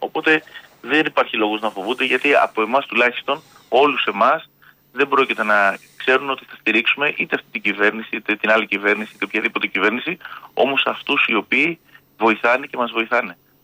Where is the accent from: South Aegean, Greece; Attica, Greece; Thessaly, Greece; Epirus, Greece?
Epirus, Greece; Και εμένα οι θείοι μου, όλοι στο χωριό μου, στα Ζαγόρια